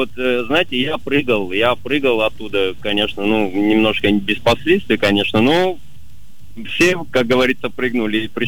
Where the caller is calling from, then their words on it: Chelyabinsk, Chelyabinsk Oblast, Russia; я из Челябинска.